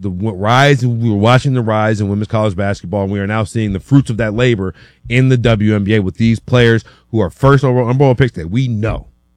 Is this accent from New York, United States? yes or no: no; Louisiana, United States; I'm a kid from Louisiana, which means baseball to me meant the Braves or the Cubs.